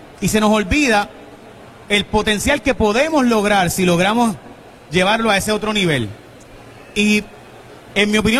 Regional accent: Puerto Rico

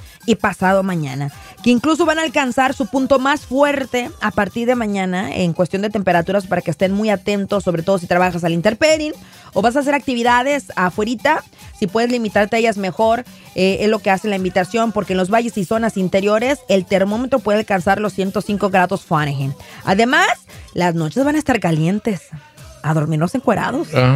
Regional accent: Bakersfield, California, United States; moved away; Vengo de Bakersfield también

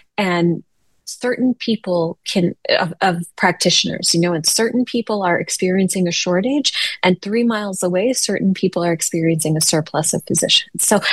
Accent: Chicago, Illinois, United States; born or raised there

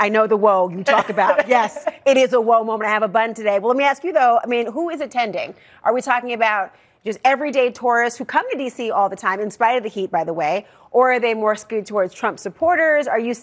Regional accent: Minnesota, United States; I'm from Minnesota.

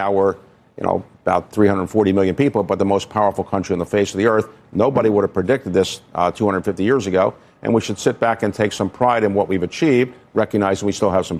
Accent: Baltimore, Maryland, United States; Well, I grew up in Baltimore

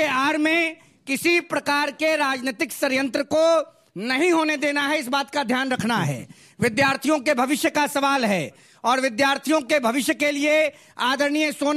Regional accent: Bihar, India; ये भोजपुरी का शब्द है, और हम लोग बहुत ज्यादा माँ बेटी की इज्जत करते हैं, बिहार के रहने वाले हैं।

